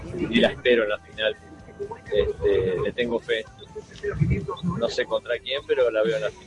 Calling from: Luján, Buenos Aires Province, Argentina; de Luján, camionero, viajando.

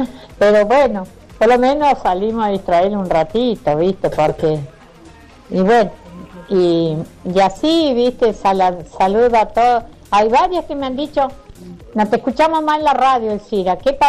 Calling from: Junín de los Andes, Neuquén, Argentina; mi pueblo Junín de los Andes

